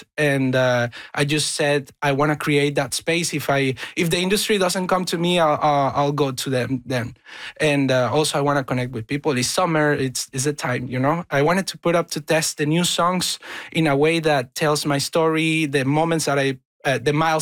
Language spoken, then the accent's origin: English; Venezuela; now in Canada; I grew up in Venezuela listening to pop Anglo music